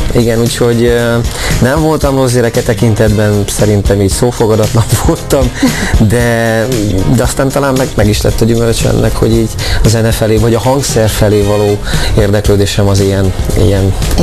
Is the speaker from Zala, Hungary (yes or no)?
yes; Kissziget, Zala, Hungary; also born or lived in Nova / Lovászi; egy Zala, most már Zala vármegyei kis községben, Kisszigeten nőttem fel, ott születtem, illetve Nován születtem, kisszigeti lakos lettem akkor és utána, és két évre elköltöztem Lovászi községbe, és utána visszajöttem